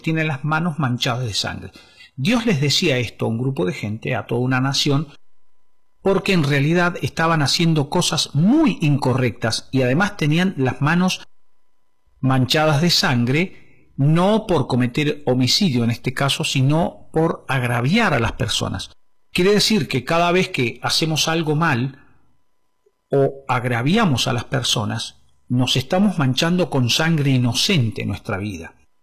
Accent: Neuquén, Argentina; also born or lived in Zapala; Y nosotros vivimos aquí desde hace mucho tiempo. En realidad yo soy nacido en Zapala, un pueblito del centro de la provincia de Neuquén. Y aquí estoy, desde Neuquén capital, donde he vivido casi toda mi vida

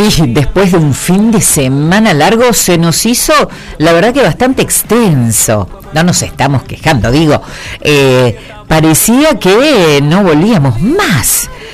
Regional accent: Argentina; Si no sufrimos, no somos argentinos.

